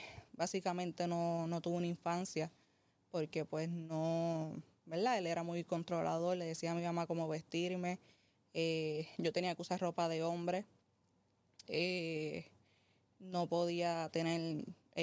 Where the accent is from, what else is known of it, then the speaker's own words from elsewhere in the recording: San Juan, Puerto Rico; born there; also born or lived in Juncos, Puerto Rico; Ya a los 3 años, ¿verdad? Fue que yo comencé a vivir en Monte Atillo.